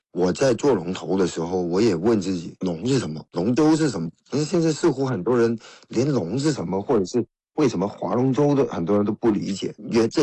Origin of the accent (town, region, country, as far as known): China